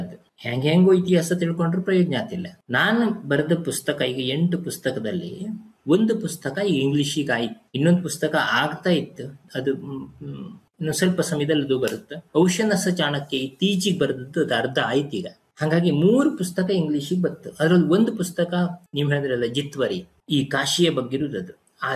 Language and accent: Kannada; Kundapura, Karnataka, India; accent: Kundapura Kannada; first language Kundapura Kannada; ನಮ್ಮ ಊರಿಂದು ನನ್ನ ಭಾಷೆ ಕುಂದಾಪುರ ಭಾಷೆ ಮಾತಾಡೋಕೊಂದು ಅವಕಾಶ ಕೊಟ್ರಿ ನೀವು